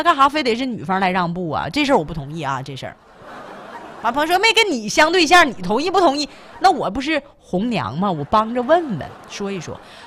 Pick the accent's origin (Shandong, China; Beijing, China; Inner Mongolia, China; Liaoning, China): Liaoning, China; Tieling; moved away; 我老家铁岭的，